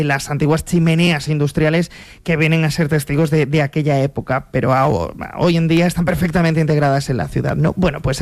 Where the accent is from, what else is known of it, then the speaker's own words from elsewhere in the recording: Málaga, Andalusia, Spain; evidentemente yo como malagueño flipé porque la estampa no tiene absolutamente nada que ver con lo que es a día de hoy el paseo marítimo.